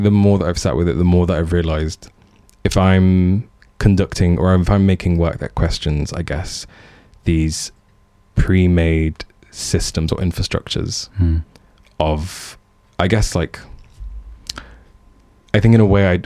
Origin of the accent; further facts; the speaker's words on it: Coventry, West Midlands, United Kingdom; I'm from Coventry, I'm Libyan, I'm not going to talk about that.